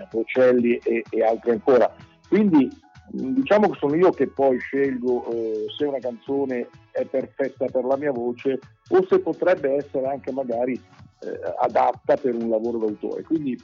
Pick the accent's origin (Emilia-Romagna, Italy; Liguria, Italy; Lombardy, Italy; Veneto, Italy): Lombardy, Italy; Monza; giocavo nel Monza, che è la mia città natale